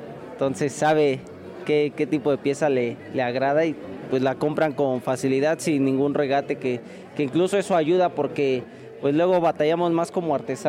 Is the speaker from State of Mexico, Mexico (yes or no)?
yes; Texcoco, State of Mexico, Mexico; Somos de Santa Cruz de Arriba, Texcoco, México.